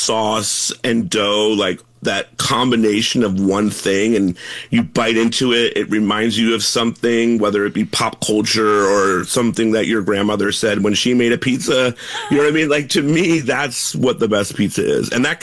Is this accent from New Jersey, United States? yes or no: yes; New Jersey, United States